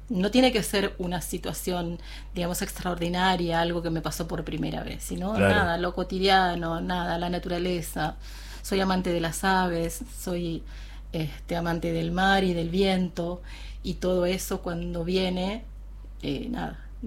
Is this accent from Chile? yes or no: no; Chos Malal, Neuquén, Argentina; Yo hace 58 años que vivo en Chosma, nunca me fui de Chosma, siempre claro. En mi lugar y siempre y lo elijo. Entonces sí, Chosmalal es el lugar.